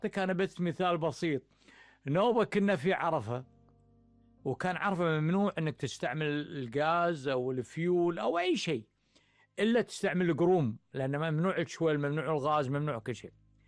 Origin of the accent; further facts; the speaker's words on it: Kuwait; لأن احنا كويتيين